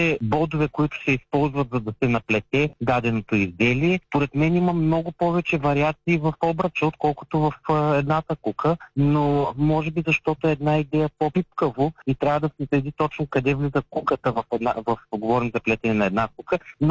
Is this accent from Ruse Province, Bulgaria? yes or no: yes; Ruse, Ruse Province, Bulgaria; moved away; аз работех далеч от родния ми град Русе и живеех в този хотел